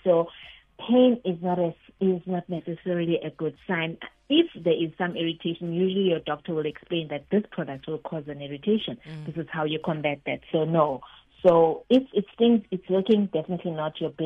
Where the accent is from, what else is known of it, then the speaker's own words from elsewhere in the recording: Durban, KwaZulu-Natal, South Africa; I'm from Durban.